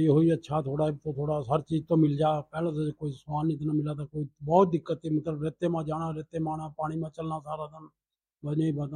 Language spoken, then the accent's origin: Hindi; Punjab, India; accent: Haryanvi; जो ये गांव है जिनके 3 पासे हरियाणा लगता है, हमारी बोली भी हरियाणा की है, सारा लेन देन जो भी हमारा बैंक का ला लो या अपनी फसल का ला लो सारा कुछ हरियाणा में है, हम सिर्फ पंजाब में सरकारी काम के लिए जाते हैं।